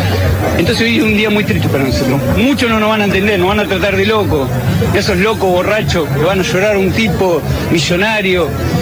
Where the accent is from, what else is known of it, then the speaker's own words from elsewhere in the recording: Chingolo, Buenos Aires Province, Argentina; Mirá, yo soy albañil, vengo de Chingolo, me encontré con esta noticia, me está llorando el alma de temprano.